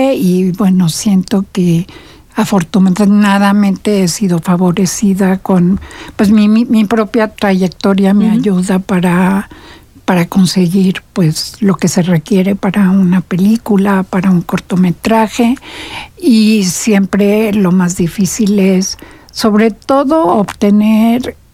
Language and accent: Spanish; Mexico City, Mexico; now in Querétaro, Mexico; soy de Ciudad de México, pero ya soy de aquí de Querétaro. Tengo aquí toda la vida. Tengo una hija queretana. Sí, también. Entonces, me encanta Querétaro y vivo aquí a dos cuadras.